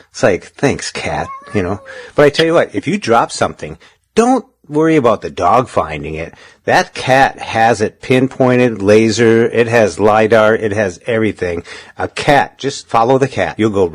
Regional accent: Minnesota, United States; I'm from Minnesota.

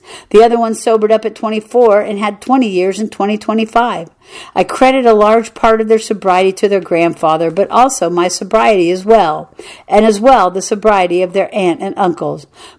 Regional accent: the Prairies, Canada; I was raised on the Canadian prairie

